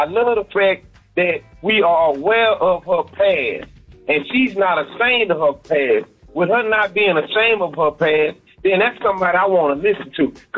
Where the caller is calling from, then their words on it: Texas, United States; I'm calling from Fitwater, Texas.